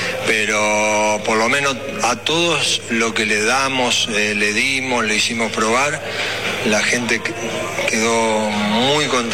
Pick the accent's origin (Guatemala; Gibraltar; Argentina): Argentina; Corral de Bustos, Córdoba; also born or lived in Spain / Italy / Mexico; A decir a mí que soy de Corral de Busto.